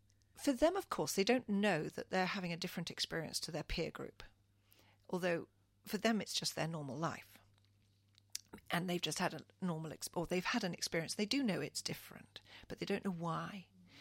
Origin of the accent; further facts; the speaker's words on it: Kenya; now in United Kingdom; I come from a third world country. I was born in Kenya, East Africa, of two parents who were born in Kenya and Uganda. So I'm second generation born there. We were forcibly repatriated and fortunately have, you know, found a beautiful home here in the UK.